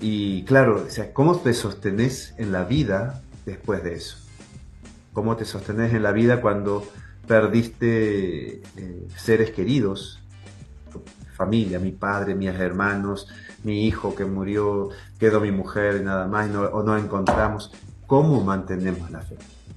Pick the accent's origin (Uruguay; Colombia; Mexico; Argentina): Argentina; nosotros como argentinos